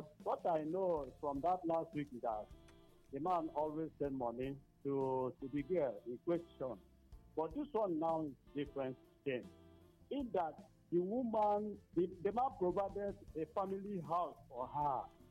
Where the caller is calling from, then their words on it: Ebonyi, Nigeria; I'm calling from Kwagminsu in Ebonyi State.